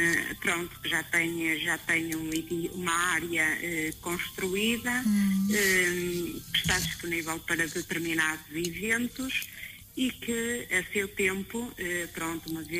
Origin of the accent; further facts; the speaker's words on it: Sendim, Portugal; born there; fazer algo pela minha terra